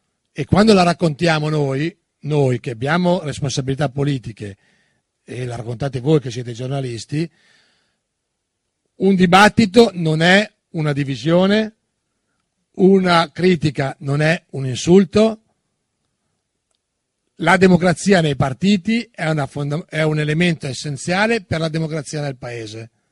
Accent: Lombardy, Italy; accent: strongly Lombard; il mio accento fortemente lombardo

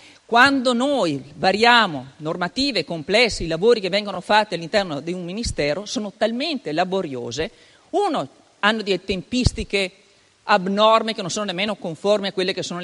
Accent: Veneto, Italy; Abbiamo una forte identità. Abbiamo la voglia di distinguerci come veneti, perché siamo orgogliosi di esserlo.

